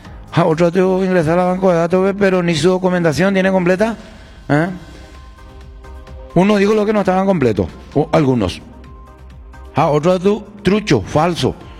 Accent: Paraguay; sí somos paraguayos.

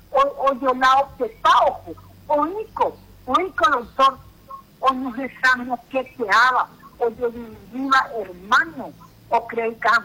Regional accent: Paraguay; Somos paraguayos.

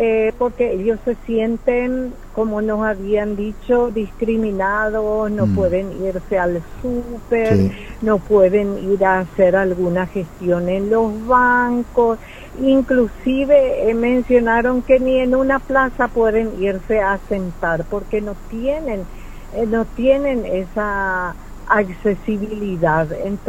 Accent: Unión, San Pedro, Paraguay; Específicamente Unión, que es mi ciudad natal

